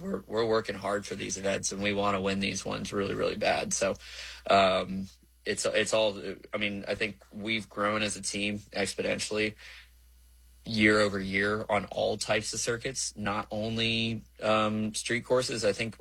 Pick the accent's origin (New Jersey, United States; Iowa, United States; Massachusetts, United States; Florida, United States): Florida, United States; to be a native Floridian American, born and raised here in the U.S.